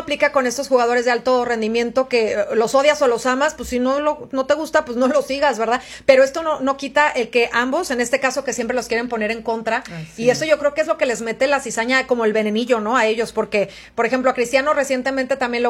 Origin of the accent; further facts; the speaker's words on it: Mexico; qué bonito lo que hemos hecho en México también, demostrar quiénes somos como mexicanos.